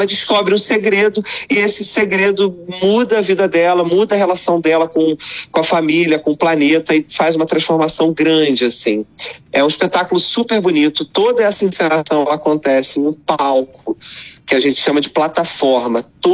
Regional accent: Cabo Frio, Rio de Janeiro, Brazil; born there; moved away; Eu sou nascido em Cabo Frio, uhum, e a gente rodou um pouquinho aí o mundo, o Brasil, e está voltando para a cidade para esse espetáculo.

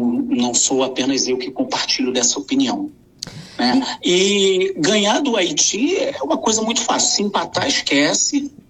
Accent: Brazil; nós somos brasileiros

